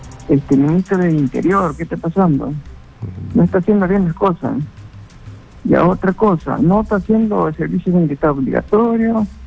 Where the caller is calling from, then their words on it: Cañete Province, Lima, Peru; de Luna Guanal.